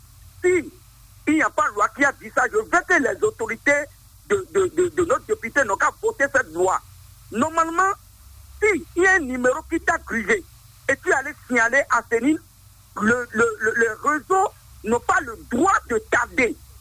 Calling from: Benin; Je vous appelle depuis Bigué.

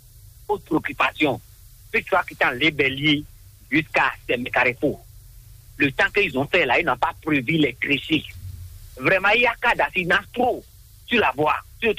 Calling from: Cotonou, Littoral, Benin; je suis depuis Cotonou, Corribo.

